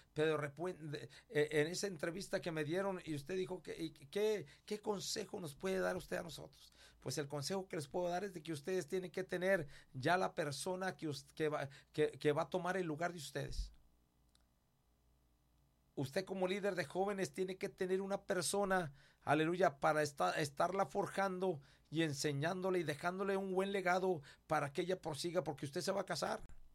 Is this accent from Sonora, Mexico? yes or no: no; Tepemiche, San Luis Potosí, Mexico; allá Tepemiche, mi tierra querida